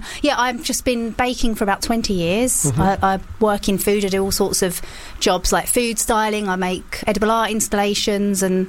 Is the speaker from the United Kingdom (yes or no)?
yes; Leigh-on-Sea, East of England, United Kingdom; accent: Essex; I'm from Leigh-on-Sea in Essex.